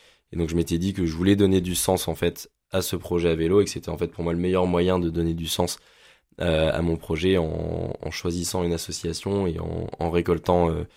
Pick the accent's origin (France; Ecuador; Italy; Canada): France; Marcq-en-Barœul, Hauts-de-France; also born or lived in Lille; je suis originaire de Marc-en-Barœul. J'ai grandi à Marc. J'ai fait mes études sur l'île. Donc, j'ai jamais énormément bougé, on va dire, dans ma vie au départ.